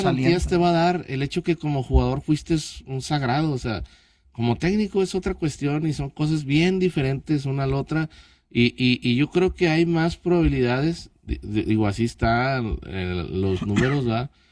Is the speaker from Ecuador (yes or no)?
no; Mexico